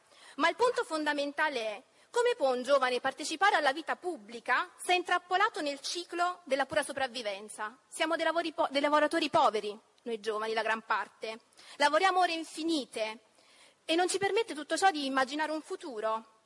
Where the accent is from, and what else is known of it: Belvedere Marittimo, Calabria, Italy